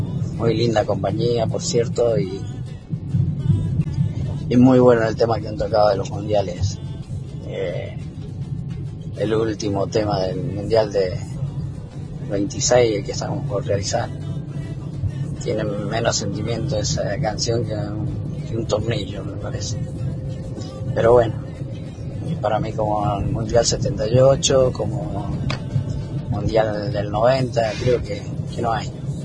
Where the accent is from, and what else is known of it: General Alvear, Mendoza, Argentina